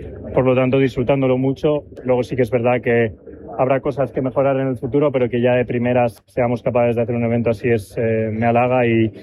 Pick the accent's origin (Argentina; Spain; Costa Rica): Spain; un orgullo como español, ver que Madrid, España, es capaz de poner un evento de este calibre